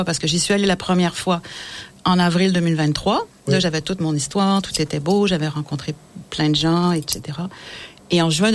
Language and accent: French; Quebec, Canada; moved away as an adult; also born or lived in Europe; now in Longueuil, Canada; J'ai étudié, travaillé là-bas. Et quand je suis revenue au Québec, pour moi, ça m'avait beaucoup manqué de pas bien connaître mon Québec.